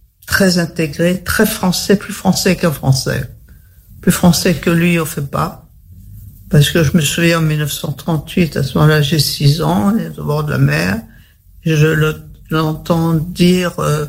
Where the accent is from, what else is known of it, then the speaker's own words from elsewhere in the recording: Paris, Île-de-France, France; born there; Alors, je suis née à Paris. Je suis française de naissance. Mon père est né dans la partie polonaise-ukrainienne